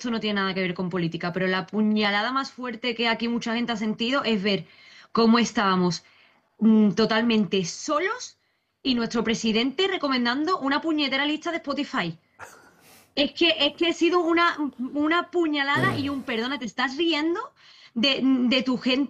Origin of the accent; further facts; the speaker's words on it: Spain; Los nuestros merecen desarrollarse en un entorno seguro, como cualquier niño en la península, porque somos españoles.